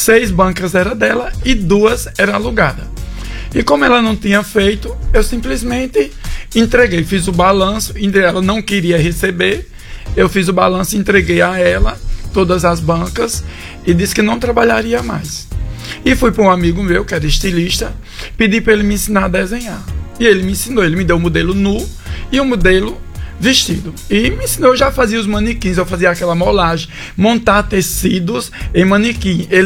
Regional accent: Campina Grande, Paraíba, Brazil; now in Mossoró, Brazil; eu sou de Campina Grande, Paraíba.

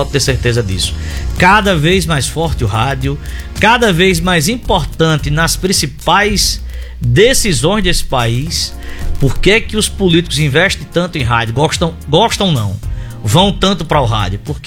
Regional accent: Mossoró, Rio Grande do Norte, Brazil; Sou de Mossoró. Sou de Mossoró, filho da terra. Amo essa cidade.

